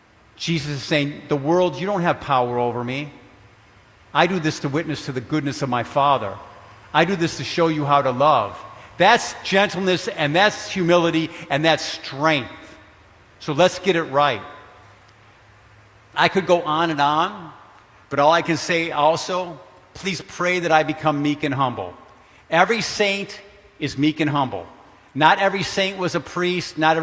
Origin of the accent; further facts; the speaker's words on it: Detroit, Michigan, United States; but I grew up in Detroit. I like basketball.